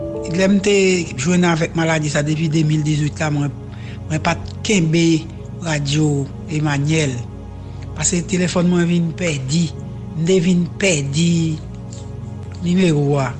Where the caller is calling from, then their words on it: Montreal, Quebec, Canada; je suis au Canada